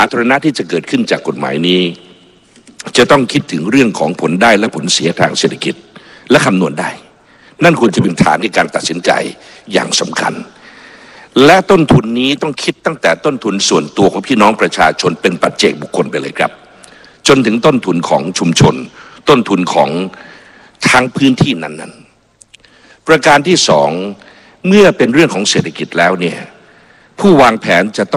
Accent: Bangkok, Thailand; กระผมเป็นชาวกรุงเทพมหานครโดยกำเนิด

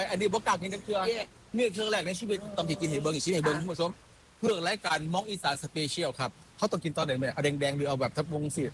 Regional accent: Maha Sarakham, Thailand; ผมเนี่ยเป็นคนมหาสารคาม

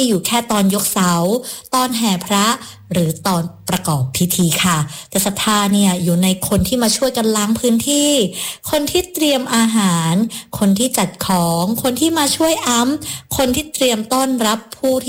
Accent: Phuket, Thailand

